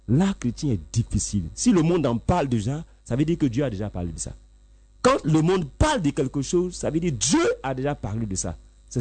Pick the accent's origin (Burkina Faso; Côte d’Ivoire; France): Côte d’Ivoire; Nous sommes en Côte d'Ivoire.